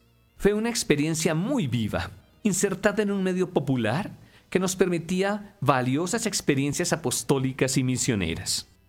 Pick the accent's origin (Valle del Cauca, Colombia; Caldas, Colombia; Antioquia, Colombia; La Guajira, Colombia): Antioquia, Colombia; Labores; La celebración de ordenación tuvo lugar en mi pueblo de origen, Labores.